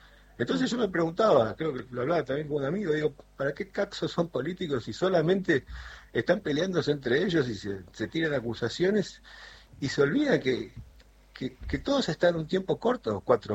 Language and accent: Spanish; Argentina